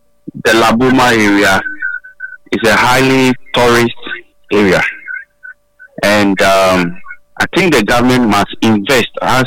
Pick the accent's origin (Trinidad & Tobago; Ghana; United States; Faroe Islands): Ghana; Accra, Greater Accra; born there; now in Teshi, Ghana; I myself, I'm a Labadi born man.